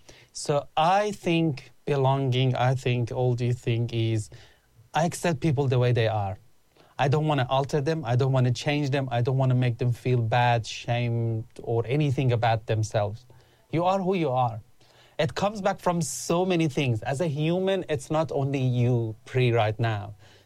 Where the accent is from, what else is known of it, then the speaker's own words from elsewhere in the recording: Iran; now in Australia; So firstly, I always count myself as an Australian. So for me, it's a really different journey because I didn't grow up in my country. I grew up in Iran. In Iran, we were not legal migrants for many years.